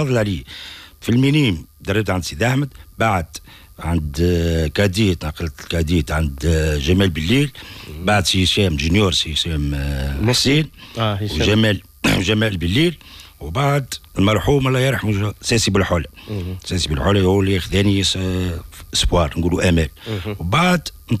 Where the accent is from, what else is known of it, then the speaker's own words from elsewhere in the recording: Gafsa, Gafsa Governorate, Tunisia; كنا نسكن في حمت حي النور حمت خضار